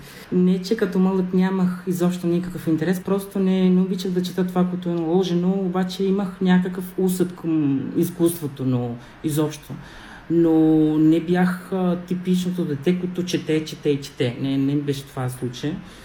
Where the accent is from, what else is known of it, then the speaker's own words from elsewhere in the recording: Cádiz, Andalusia, Spain; Bulgarian is a second language; moved away as an adult; now in Sofia, Bulgaria; съм от южната част на Испания, което е още по-различно. Андалусия, където е Севилия, Кадис, аз съм родом от Кадис.